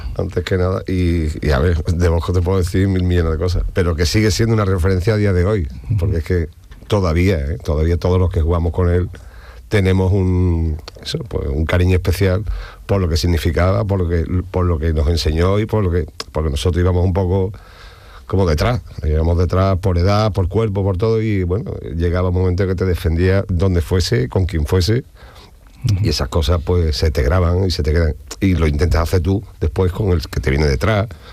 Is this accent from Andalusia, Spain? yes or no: yes; Andalusia, Spain; Yo me crié en el Aljarafe.